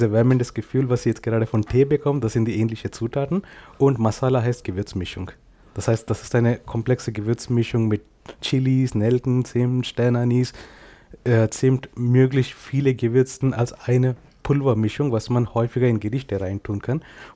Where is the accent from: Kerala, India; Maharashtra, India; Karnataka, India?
Karnataka, India; first language Kannada; German is a second language; Muttersprache heißt Kanada, genau wie das Land Kanada